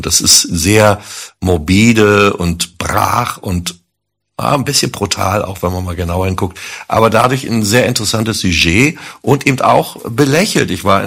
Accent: Berlin, Germany

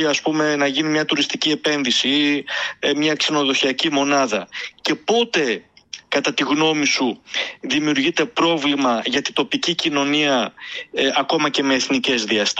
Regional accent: Serres, Central Macedonia, Greece; εγώ κατάγομαι από τις Σέρες

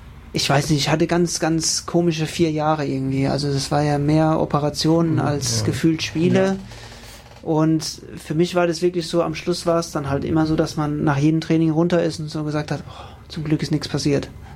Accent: Rhineland-Palatinate, Germany; moved away as an adult; now in Mannheim, Germany; wir sind ja aus der Umgebung, von daher ist es für uns sehr theoretisch Heimat, auch wenn wir Pfälzer sind, aber klar, nicht weit weg. Ich bin auch stolzer Pfälzer.

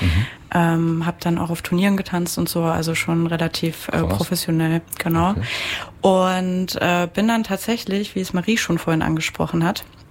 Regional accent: Merseburg, Saxony-Anhalt, Germany; Ich komme ursprünglich aus Merseburg.

